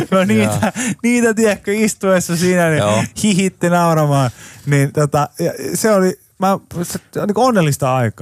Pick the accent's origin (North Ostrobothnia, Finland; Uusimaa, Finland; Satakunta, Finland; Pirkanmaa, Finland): Satakunta, Finland; Pori; Mä oon Porista